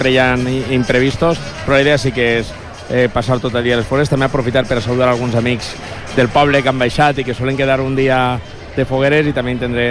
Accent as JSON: {"language": "Catalan", "town": "Finestrat", "region": "Valencian Community", "country": "Spain", "also_born_or_lived": "Alicante", "said": "Ja sabeu que sóc de Finestrat, però el que no sap la gent és que jo soc nascut a Alacant"}